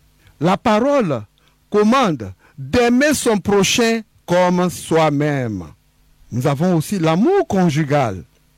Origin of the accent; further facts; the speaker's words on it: Côte d’Ivoire; chez nous en Côte d'Ivoire